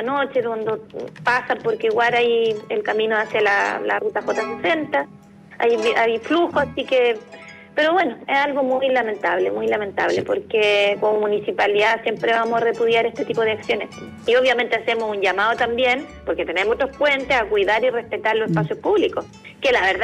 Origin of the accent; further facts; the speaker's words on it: Chile; el corazón se le inflama como chileno también, claro